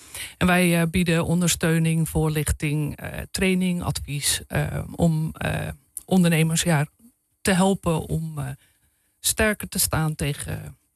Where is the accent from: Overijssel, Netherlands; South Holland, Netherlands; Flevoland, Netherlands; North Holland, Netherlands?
North Holland, Netherlands; Ik ben opgegroeid in de Zaanstreek. En daar woon ik nog steeds met man en twee meiden.